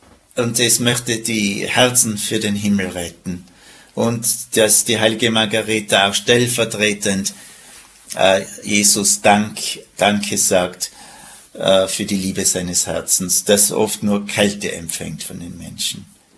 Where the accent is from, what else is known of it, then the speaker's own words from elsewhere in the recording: Tyrol, Austria; Als Tiroler